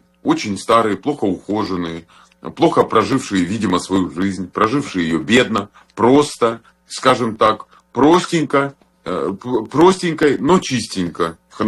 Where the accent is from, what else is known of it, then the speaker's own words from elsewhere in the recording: Russia; Я россиянин.